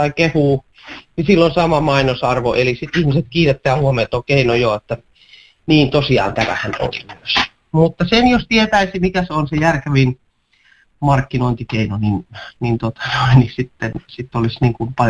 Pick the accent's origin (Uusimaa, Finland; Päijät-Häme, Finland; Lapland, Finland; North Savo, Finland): Päijät-Häme, Finland; Lahti; nyt kun mä olen itse lahtelainen ja sitten mennään Orimattilaan